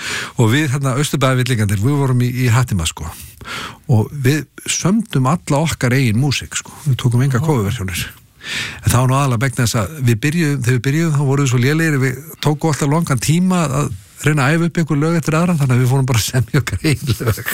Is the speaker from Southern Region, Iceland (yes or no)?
no; Kópavogur, Capital Region, Iceland; also born or lived in New York; Já, já, ég elst upp í Kópavogur.